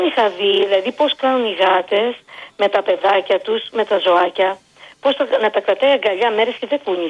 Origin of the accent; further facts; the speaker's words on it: Attica, Greece; Μόνο τη μεγάλωσα σε ένα σπίτι, είμαι από Μεσόγεια.